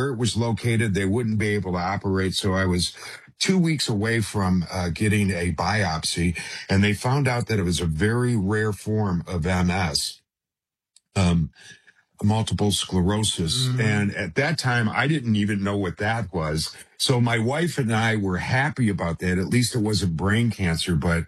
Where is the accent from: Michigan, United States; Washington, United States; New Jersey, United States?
Michigan, United States; Decatur; born there; also born or lived in Chicago; This is where I was born in Michigan, and I went to a college over on the west side in Grand Valley, in just outside Grand Rapids, Michigan.